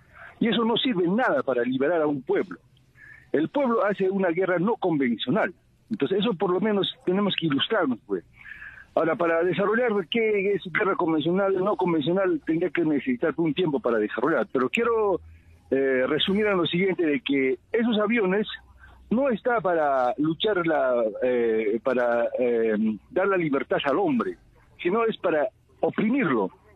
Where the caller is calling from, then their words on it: Cusco, Peru; de la ciudad imperial de Cusco.